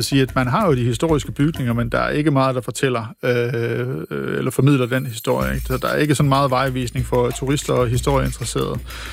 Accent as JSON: {"language": "Danish", "town": "Aalborg", "region": "North Denmark Region", "country": "Denmark", "said": "jeg er jo selv fra Aalborg"}